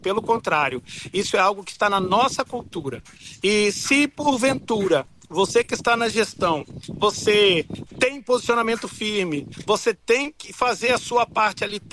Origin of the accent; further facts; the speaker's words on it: Brazil; also born or lived in United States; Eu me mudei dos Estados Unidos para o Brasil, voltei para o meu país, né, meu país natal, é, a minha nação, meu país que eu amo, mas eu estava nos Estados Unidos a trabalho, estava há 8 anos já